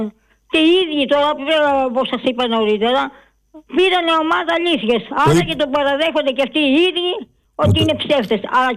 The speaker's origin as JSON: {"language": "Greek", "region": "Western Greece", "country": "Greece", "tie": "born or raised there", "said": "Εγώ θυμάμαι από μικρή ηλικία που βάζαμε καπνά στο χωριό μου."}